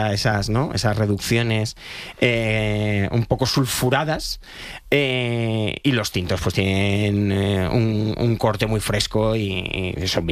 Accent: Leganés, Community of Madrid, Spain; aunque he criado en Leganés, entonces no le tengo especial hate al Getafe.

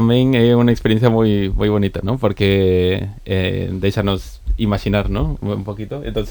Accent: Mexico; now in Barcelona, Spain; yo vengo de la música tradicional latinoamericana. En eso crecí yo en México

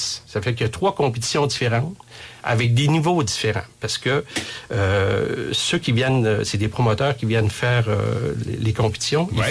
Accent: Quebec, Canada; nous, on est Québécois

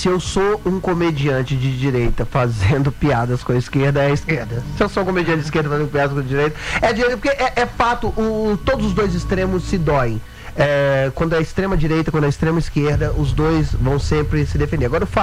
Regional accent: Guarani, Minas Gerais, Brazil; moved away; eu doei tudo pra Guarani, minha cidade natal. Tem 9 mil habitantes.

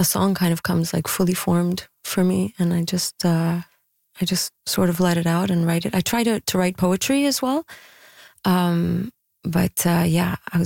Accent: Canada; I'm Canadian

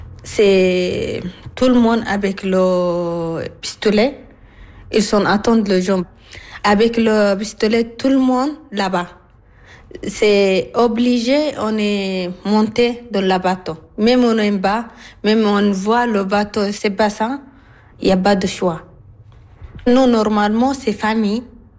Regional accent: Sudan; French is a second language; moved away; J'ai 33 ans. Je viens de Soudan. Je suis allée à Libye. Après, on continue jusqu'à Italie.

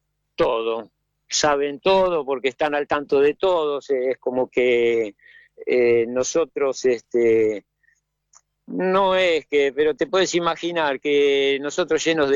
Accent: Argentina; moved away; Yo acá y tenemos un grupito de argentinos de los viejos, de los años que vine yo. Yo vine en el 85, sí.

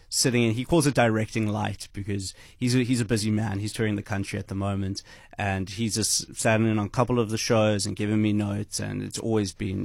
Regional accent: George, Western Cape, South Africa; moved away as an adult; growing up in George. That's where I'm from. That's where I spent my first 18 years.

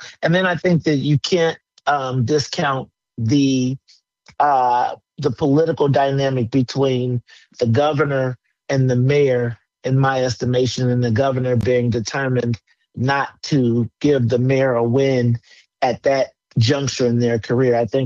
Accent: Chicago, Illinois, United States; I'm from Chicago

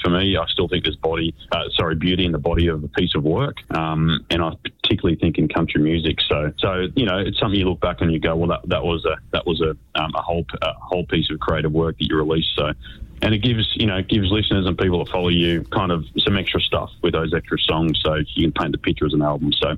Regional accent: Queensland, Australia; I am a Queenslander, mate. Yep. I know I'm talking to you in enemy territory there, but yeah, I am a Queenslander.

